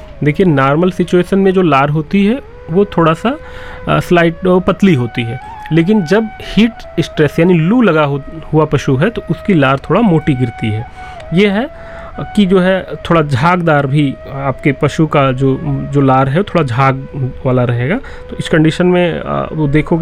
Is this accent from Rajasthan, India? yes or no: no; Milkipur, Uttar Pradesh, India; पड़ोस का जिला हमारा भी, मैं भी अयोध्या के मिल्कीपुर का रहने वाला हूं